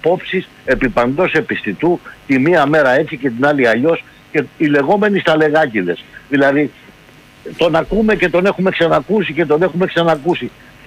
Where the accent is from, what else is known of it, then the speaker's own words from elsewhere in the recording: Neo Faliro, Attica, Greece; από το Νέο Φάληρο.